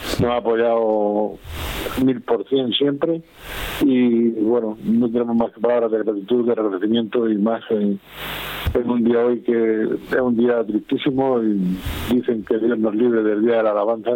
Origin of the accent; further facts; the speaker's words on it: Region of Murcia, Spain; sentirse murciano y transmitirlo a todos nosotros y honrándonos para animándonos a seguir diciendo que somos murcianos